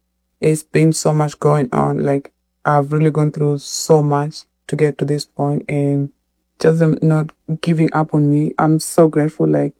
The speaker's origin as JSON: {"language": "English", "town": "Mumias", "region": "Kakamega County", "country": "Kenya", "said": "I'm from Ushagro. Mumias, Kakamega, Harambee, Mukwea."}